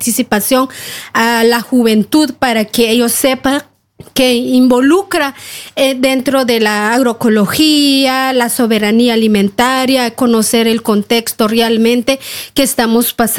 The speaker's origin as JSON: {"language": "Spanish", "country": "Guatemala", "said": "de Guatemala, representante de la Organización Coordinadora Nacional Viudas de Guatemala. Somos una organización de mujeres mayas."}